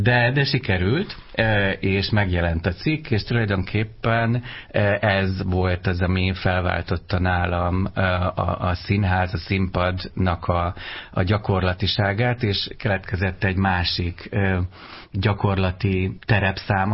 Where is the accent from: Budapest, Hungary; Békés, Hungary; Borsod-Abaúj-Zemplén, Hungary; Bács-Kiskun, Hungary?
Borsod-Abaúj-Zemplén, Hungary; Ózd; Én Ózdon születtem. Na hát Ózdról köztudomásul, hogy nincsen ott színház. Közelben Egerben van, de valahogy Egerben nem jutottam el színházba, tehát én gyerekként, én bizony a Magyar Televízión keresztül szocializálódtam a színház irányába.